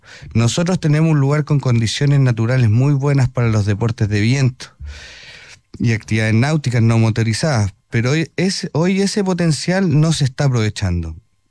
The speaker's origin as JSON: {"language": "Spanish", "town": "Linares", "region": "Maule", "country": "Chile", "said": "Somos todos de Linares, todos linarenses"}